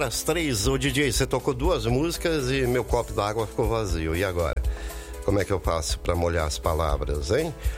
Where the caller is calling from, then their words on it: Brotas, São Paulo, Brazil; de Brotas.